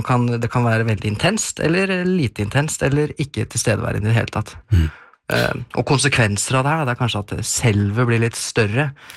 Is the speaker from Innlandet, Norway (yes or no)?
yes; Løten, Innlandet, Norway; jeg har jo vokst opp I Mjøsperiferien, kan du kanskje kalle det. Jeg kom fra Løten, så det jo rett øst for... Rett øst for Mjøsa.